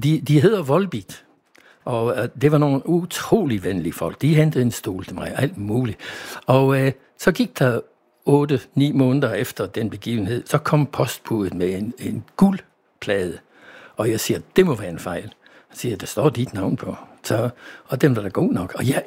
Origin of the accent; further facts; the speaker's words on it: Scotland, United Kingdom; Danish is a second language; moved away as an adult; now in Ribe, Denmark; jeg er født og opvokset i Skotland